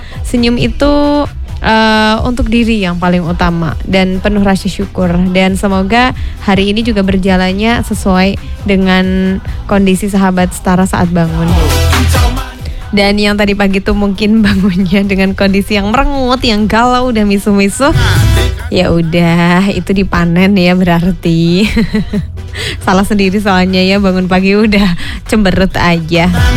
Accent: Java, Indonesia; kita sebagai orang Jawa tuh harus bangga banget.

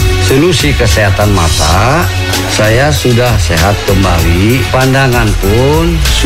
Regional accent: Sukamandi, West Java, Indonesia; Saya dari Sukamandi, Cisanggiran.

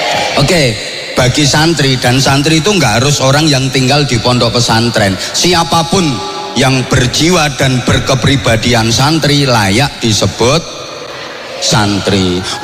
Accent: Java, Indonesia; Kita kan orang Jawa toh.

